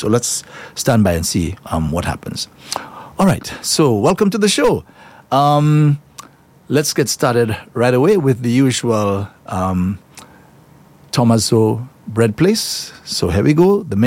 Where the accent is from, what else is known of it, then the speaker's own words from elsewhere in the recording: La Clery, Castries, St. Lucia; La Clary, that's my hometown. I feel I say my home community, La Clary.